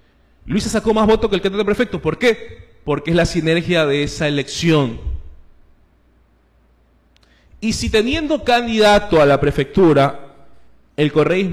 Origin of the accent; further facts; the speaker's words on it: Santa Ana, Manabí, Ecuador; now in Manta, Ecuador; Porque resulta que yo vivo en Manta, pero le escuché, perdón, yo soy de Santana y le escuché al Mashi que en Manta voten por el 72.